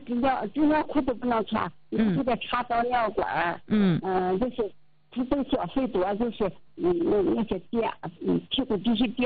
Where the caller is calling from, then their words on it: Dunhua, Jilin, China; 我家敦化